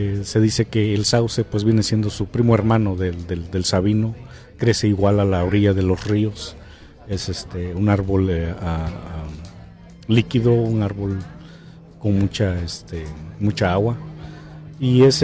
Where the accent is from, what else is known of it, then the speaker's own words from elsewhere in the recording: Santiago Tecomaxtlahuaca, Oaxaca, Mexico; born there; podemos decir que somos hijos de Tecomaxtlahuaca.